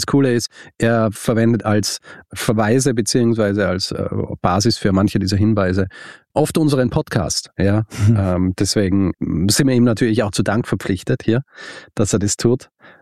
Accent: Austria; Genau, kein Radio, und ich bin Österreicher

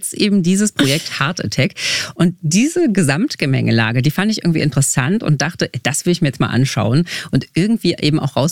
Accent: Magdeburg, Saxony-Anhalt, Germany; Für die Folge heute war ich in meiner Heimatstadt in Magdeburg

